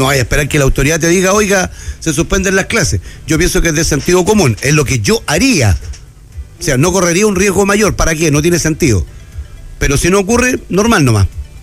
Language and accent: Spanish; Antofagasta, Chile; los que somos de Antofagasta y tenemos mediano conocimiento, estuvimos aquí ese año y vimos y vivimos el tema del aluvión